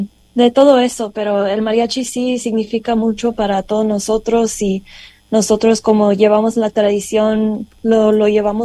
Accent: Central Valley, California, United States; creciendo aquí en el Valle, yo crecí en los programas de mariachi de mi papá en las escuelas

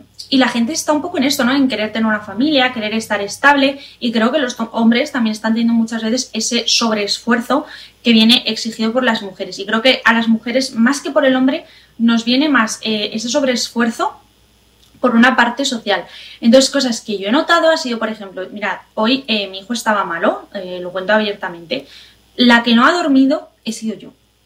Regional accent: Spain; moved away as an adult; now in United States; yo soy madre, aquí soy española, pero viviendo en Estados Unidos, si no me conoces, y llevo aquí casi 4 años.

